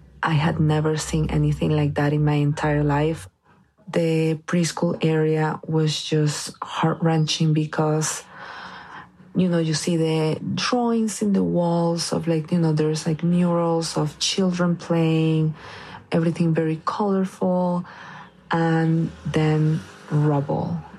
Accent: Caracas, Capital District, Venezuela; moved away as an adult; now in New York, United States; I'm from Caracas, Venezuela, and I left Venezuela when I was 21 years old. I live in New York

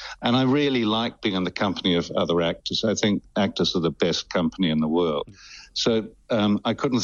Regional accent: New Zealand; also born or lived in Northern Ireland; I came from a small town I was born in Northern Ireland initially and then a small town in New Zealand.

